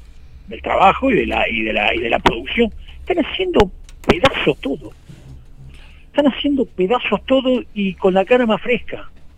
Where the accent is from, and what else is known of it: Argentina